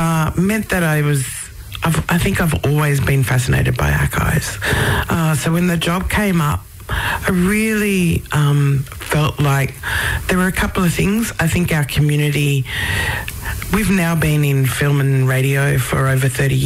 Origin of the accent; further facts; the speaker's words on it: Alice Springs, Northern Territory, Australia; born there; But I also have connections, I suppose, because I was born on Mbantua, so to the Arunda mob in Central Australia.